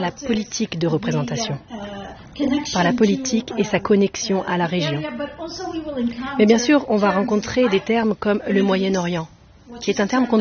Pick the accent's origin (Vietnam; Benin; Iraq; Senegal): Iraq; J'étais toujours un peu surprise de constater que ma propre esthétique s'inspirait de ce que j'avais vu en grandissant en Irak.